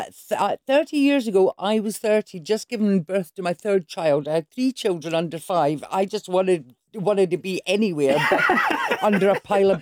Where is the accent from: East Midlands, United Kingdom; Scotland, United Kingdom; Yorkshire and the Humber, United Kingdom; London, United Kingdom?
Scotland, United Kingdom; South Queensferry; born there; also born or lived in Dunkeld; I grew up in Dunkeld, but I don't feel that's where I'm from because I spent all my life in South Queensferry.